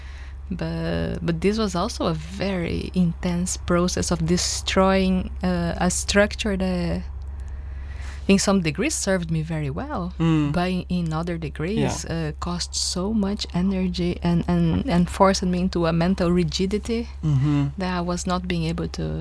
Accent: Brazil; English is a second language; moved away as an adult; now in Belgium; I grew up in Brazil and I moved here for my master's degree.

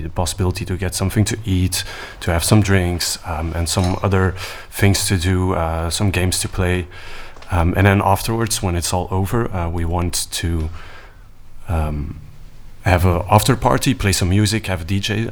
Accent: Antwerp, Flanders, Belgium; English is a second language; I'm a student from Antwerp.

